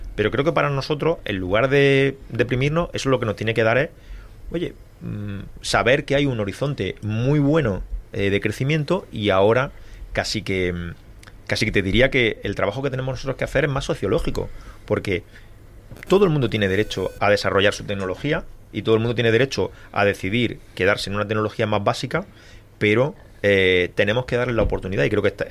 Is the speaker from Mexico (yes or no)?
no; Adra, Andalusia, Spain; A ver, yo soy de Adra y yo sigo teniendo invernadero plano.